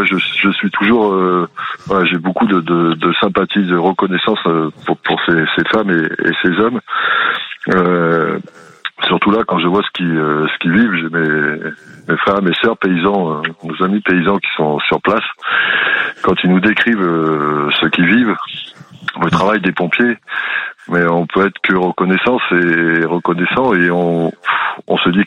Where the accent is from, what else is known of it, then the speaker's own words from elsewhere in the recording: Auvergne-Rhône-Alpes, France; Je suis en Charente, mais je suis du Cantal à la base, mais je suis en Charente.